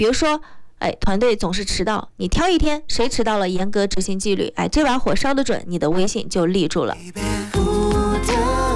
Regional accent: China; 我们中国人说话特别喜欢用三来表示多次

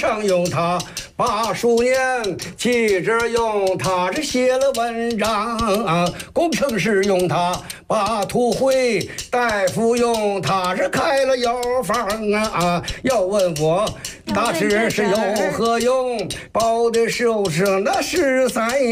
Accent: Qiqihar, Heilongjiang, China; 这么说，我到天津去吧，天津人不知道我是齐齐哈尔人

